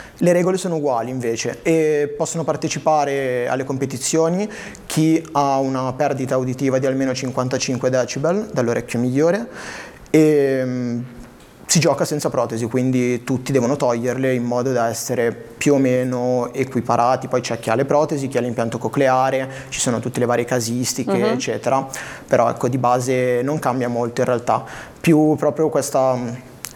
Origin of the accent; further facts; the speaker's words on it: Lodi, Lombardy, Italy; moved away as an adult; now in Genoa, Italy; sono di Lodi, sono trasferito a Genova da un paio d'anni.